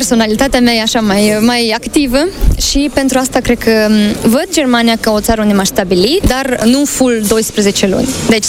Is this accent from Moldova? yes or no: yes; Moldova; noi ca moldoveni